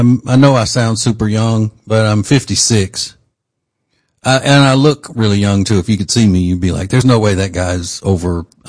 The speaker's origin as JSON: {"language": "English", "region": "Louisiana", "country": "United States", "tie": "born or raised there", "moved": "as an adult", "lives_now": "Charlotte, United States", "said": "Louisiana is my home state. I live in Charlotte, have for about 26, 27 years, but I grew up in Louisiana."}